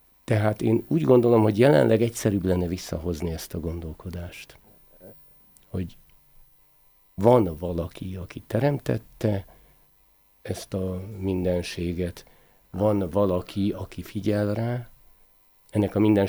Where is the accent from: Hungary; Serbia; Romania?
Hungary; Ugye én Tiszaparton nőttem fel